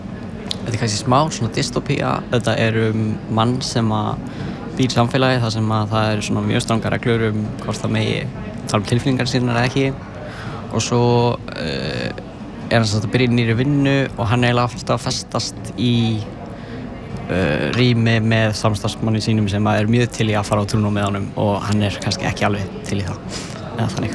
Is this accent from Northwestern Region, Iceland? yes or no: yes; Northwestern Region, Iceland; now in Akureyri, Iceland; Nei, ég er frá Vatnsnesi, rétt hjá Hvammstanga. Þannig að ég flutti hingað fyrst á Akureyri þegar ég var að byrja í Vaffema.